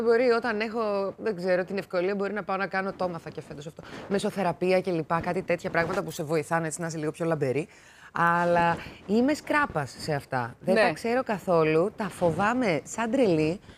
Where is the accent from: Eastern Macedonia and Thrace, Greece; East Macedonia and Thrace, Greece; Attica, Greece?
Eastern Macedonia and Thrace, Greece; Peplos; Και βρέθηκε στον Εύρο, στον Πέπλο, στο χωριό μου. Το χωριό ναι. μου είναι ο Πέπλος.